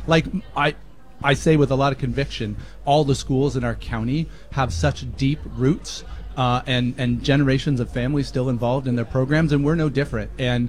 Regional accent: Lynden, Washington, United States; being from Linden, in those days growing up

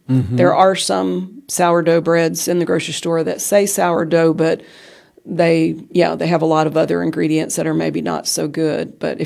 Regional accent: West Virginia, United States; born or raised there

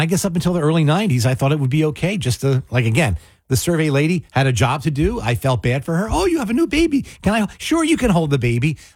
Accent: Mays Landing, New Jersey, United States; moved away; growing up in Maze Landing in the time I did, you know, it was a small town and not much happened. Not much negative things happened in town.

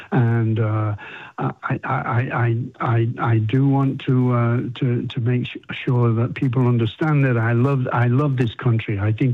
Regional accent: England, United Kingdom; moved away as an adult; now in United States; I'm always English. I'll never be anything else but English.

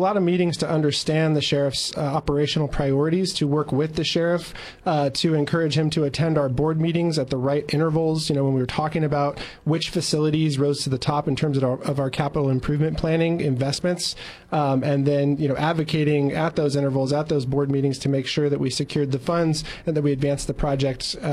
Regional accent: San Luis Obispo County, California, United States; I grew up here in Slo County, graduate from Cal Poly.

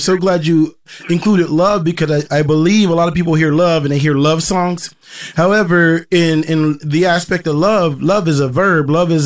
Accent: West Virginia, United States; And growing up in West Virginia, like in Appalachia, I was exposed to that constantly.

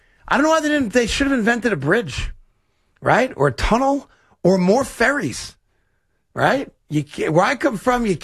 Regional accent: Bronx, New York, United States; That's not exactly where I grew up in the Bronx. I was in a tougher neighborhood referred to as Riverdale.

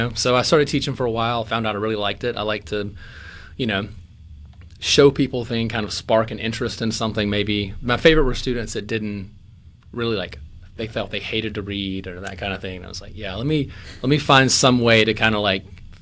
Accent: Lexington, Mississippi, United States; also born or lived in Louisiana; my hometown of Lexington, Mississippi.

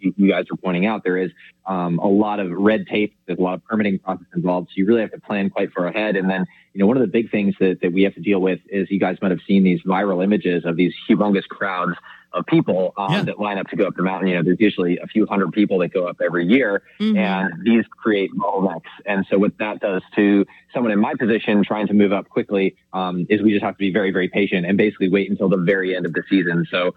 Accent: Massachusetts, United States; I grew up in Massachusetts

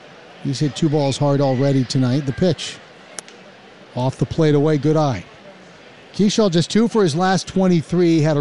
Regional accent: Minnesota, United States; And I was like, oh, I'm Minnesotan.

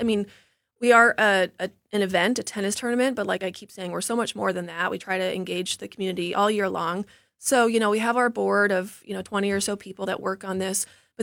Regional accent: Michigan, United States; moved away as an adult; now in Milwaukee, United States; I grew up in the Detroit suburbs.

